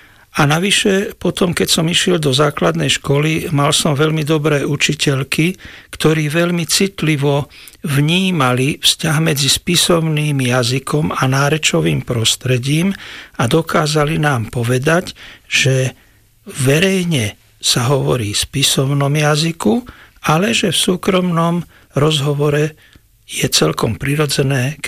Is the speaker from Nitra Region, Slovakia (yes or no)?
no; Lovinobaňa, Banská Bystrica Region, Slovakia; accent: Novohrad dialect; Tak môjim národným nárečím je novohradské nárečie. Pochádzal som a pochádzam z novohradskej dediny Lovinobaňa, ktorá bola od 13. storočia pôvodnou poľnohospodárskou a baníckou osadou.